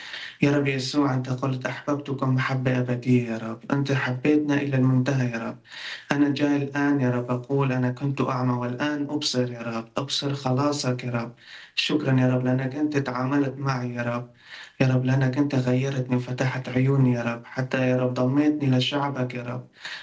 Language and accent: Arabic; Afrin, Aleppo Governorate, Syria; أنا بداية … يعني وطن، أنا كردي من مدينة عفرين.